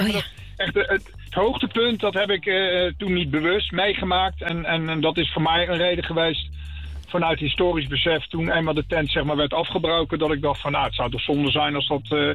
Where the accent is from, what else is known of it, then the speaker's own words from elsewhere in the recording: The Hague, South Holland, Netherlands; En ik heb het boek als Hagenees voor Hagenezen gemaakt.